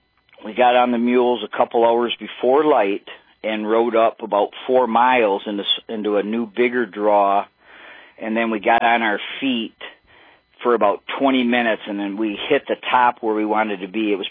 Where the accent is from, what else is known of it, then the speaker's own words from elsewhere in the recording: Michigan, United States; I grew up in Sebring on the Saginaw Bay